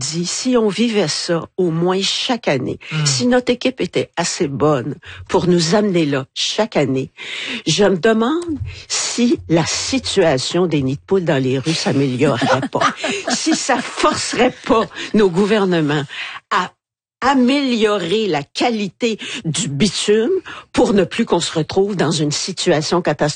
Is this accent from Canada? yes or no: no; France; moved away; j'ai beaucoup d'atomes crochus avec la France et je suis moi-même française.